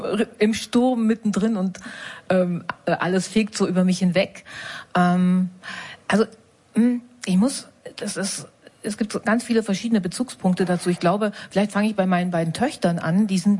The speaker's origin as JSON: {"language": "German", "region": "West Germany", "country": "Germany", "moved": "yes", "lives_now": "Leipzig, Germany", "said": "ich will mich jetzt nicht als Super-Wessi darstellen"}